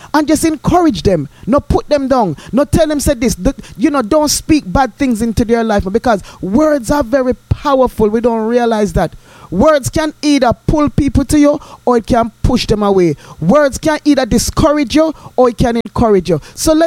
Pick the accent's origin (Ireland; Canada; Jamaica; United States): Jamaica; when I was growing up in Jamaica